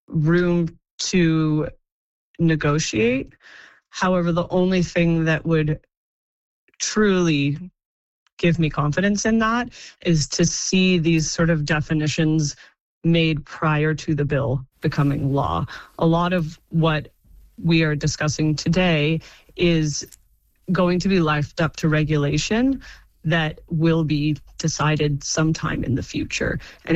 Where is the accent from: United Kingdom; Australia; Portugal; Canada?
Canada; This is, we are proud Canadians.